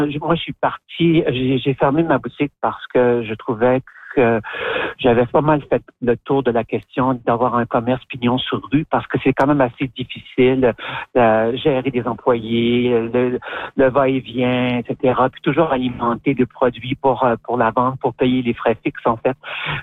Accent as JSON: {"language": "French", "region": "Quebec", "country": "Canada", "tie": "born or raised there", "moved": "as an adult", "said": "Je suis née à Allemagne-Lac-Saint-Jean et que j'y ai vécu jusqu'à l'âge de 19 ans, 20 ans à peu près. Ça fait plus que 45 ans que je suis partie de la région."}